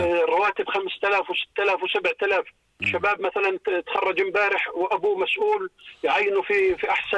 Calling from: Jordan; عندنا في الأردن

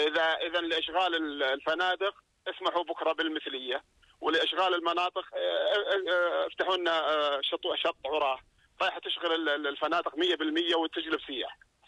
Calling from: Jordan; لانه احنا كمواطنين اردنيين نطلع ونشارك باستطلاعات

